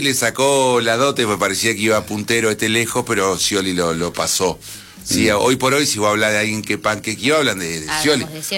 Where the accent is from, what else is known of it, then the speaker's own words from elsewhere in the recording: Argentina; Somos bien argentinos